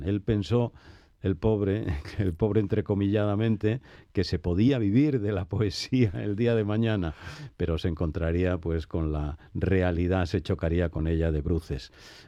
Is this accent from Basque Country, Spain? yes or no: no; Villa del Río, Andalusia, Spain; Pues mira, vengo de Villa del Río. Estaba hace unos días en el pueblo